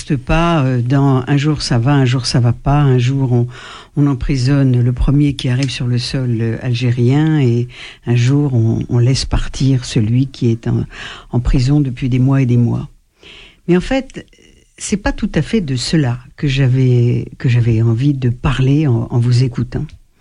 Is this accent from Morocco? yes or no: yes; Morocco; born there; Alors il se trouve que moi je suis née au Maroc et que de ce fait, j'ai entendu peut-être davantage de choses.